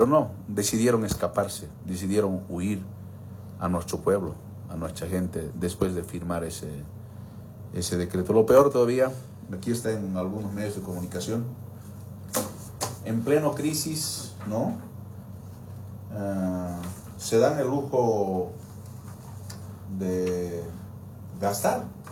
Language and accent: Spanish; Bolivia; como boliviano, no es concebible, definitivamente no es concebible este tipo de programas o proyectos